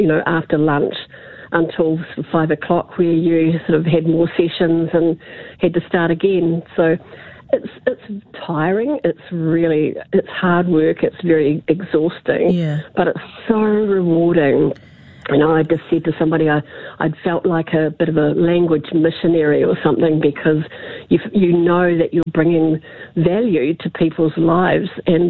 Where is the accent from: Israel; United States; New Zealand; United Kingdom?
New Zealand; accent: Kiwi; I'm a Kiwi, I'm outgoing, I love music, I love people, you know, and my English isn't too bad.